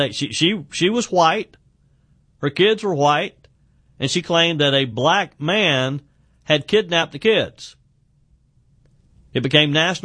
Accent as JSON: {"language": "English", "region": "South Carolina", "country": "United States", "tie": "born or raised there", "said": "You know, it makes me think back to the case here in my home state of upstate South Carolina"}